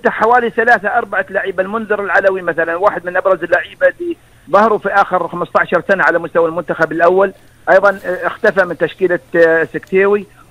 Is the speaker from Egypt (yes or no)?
no; Oman; زي ما اتمنى لبلدي ان تفوز بكاس الخليج